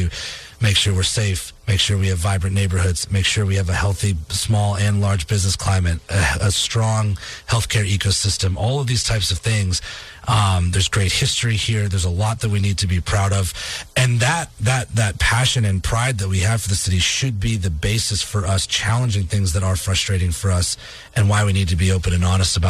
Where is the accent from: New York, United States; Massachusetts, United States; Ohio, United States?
Massachusetts, United States; moved away; I talked to my sister who's back up in Massachusetts. She lives in my hometown, and she's got a million things to say about our hometown, which only has about 5,500 people.